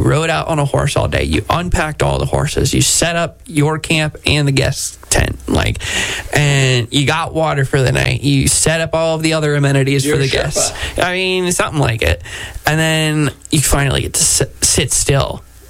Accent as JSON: {"language": "English", "region": "New England", "country": "United States", "said": "I'm from New England"}